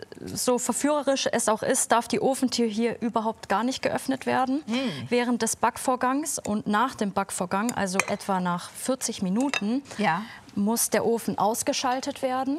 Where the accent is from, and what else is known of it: Böblingen, Baden-Württemberg, Germany